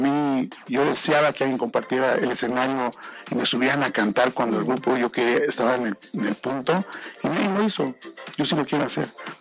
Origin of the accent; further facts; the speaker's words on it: Mexico; Somos fiesteros y eso es … realmente somos mexicanos y esa lo tenemos en el ADN